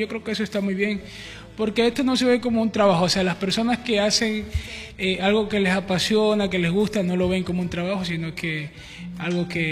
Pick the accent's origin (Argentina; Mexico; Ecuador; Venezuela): Ecuador; Chone, Manabí; 100% ecuatoriano, 100% manabita. Donde sea que voy, siempre digo, soy de Manabí, soy de Chone.